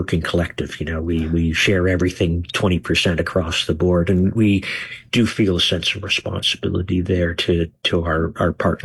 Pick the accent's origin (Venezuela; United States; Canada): Canada; Kingston, Ontario; because I was a kid growing up in Kingston and I knew what it meant to have a big rock band come through my town in January and February.